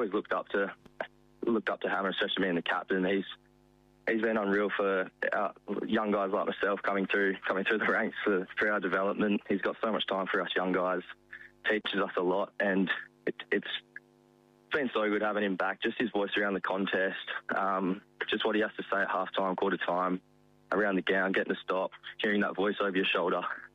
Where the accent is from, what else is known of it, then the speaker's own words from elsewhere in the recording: Margaret River, Western Australia, Australia; I grew up in Margaret River, just right in town. Not much really to say. Just always played my junior footy down in Margs.